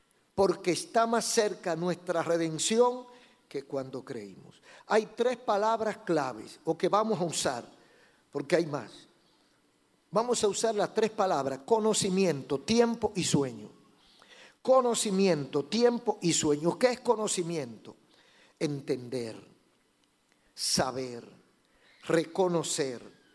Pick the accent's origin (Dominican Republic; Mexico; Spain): Dominican Republic; como los dominicanos. Tenemos los ojos redondos.